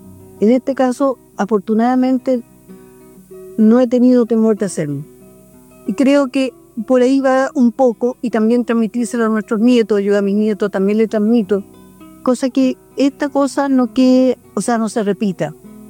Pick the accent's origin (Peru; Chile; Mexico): Chile; Las Condes, Santiago Metropolitan Region; born there; Yo fui presidente de una junta de vecinos en Las Condes, soy miembro del COSOC de Las Condes. Y bueno, nací ahí